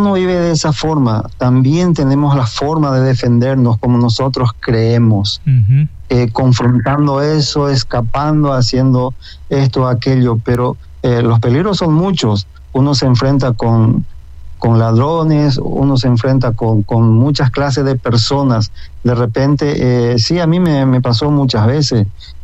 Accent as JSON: {"language": "Spanish", "town": "Pilar", "region": "Ñeembucú", "country": "Paraguay", "tie": "born or raised there", "said": "tengo 59 años, nací acá en Pilar, Paraguay."}